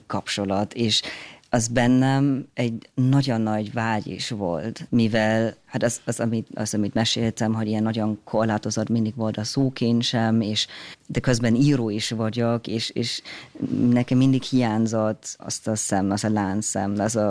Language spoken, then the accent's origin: Hungarian; Germany; Csak Németországban egy nagyon, nagyon vidéki helyen nőttem fel, és eléggé konzervatív volt a társadalomot, és hát az a magyar nyelv, ez valahogy, ez nem tudom, ilyen stigmatizált vagy nem tudom.